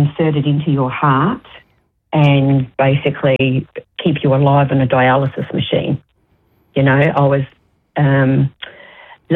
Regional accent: South Australia, Australia; moved away as an adult; I was living in Western Australia then. All my kids had been born in WA, but I'm from South Australia

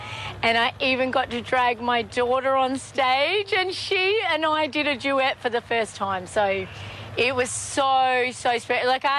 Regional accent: Australia; also born or lived in Western Australia / South Australia; I grew up in the Outback. Half of my childhood was even spent in Western Australian Outback, you know, because I grew up across the Nullarbor. We spent a lot of time in South Australia, but we'd also go across to Western Australian Outback quite a lot when I was a kid.

